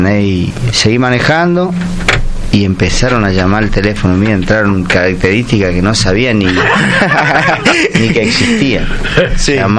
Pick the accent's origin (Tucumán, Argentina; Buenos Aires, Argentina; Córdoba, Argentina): Tucumán, Argentina; Simoca; Mi casa, mi ciudad natal, la ciudad que amo. Y que bueno, obviamente hoy estoy retirado y vivo ahí